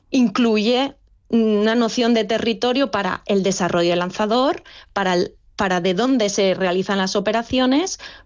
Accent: Valencian Community, Spain; No sé, yo soy valenciana, ¿no?, y en el caso de la Dana, esos satélites sirvieron para hacer un seguimiento de inundaciones.

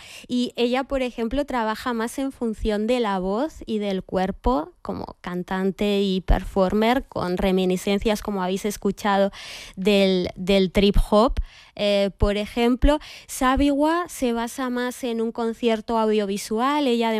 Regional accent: Madrid, Community of Madrid, Spain; Yo soy de Madrid y el proyecto está basado aquí

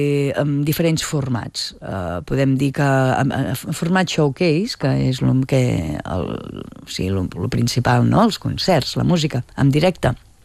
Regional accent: Vic, Catalonia, Spain; sóc vigatana

